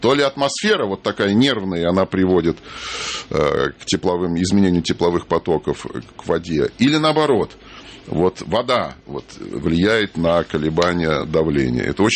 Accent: Moscow, Russia; Мое детство прошло в Москве. Я прожил свое детство в доме, который сейчас занимает музей Шилова.

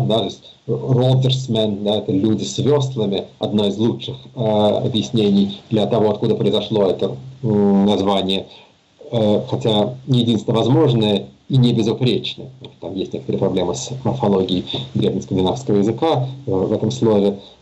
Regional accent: Serbia; first language Serbian; даром, потому что я, естественно, понимаю все, что говорится по-хорватски, по-боснийски, по-черногорски, да, считая при этом, что мой родной язык сербский.

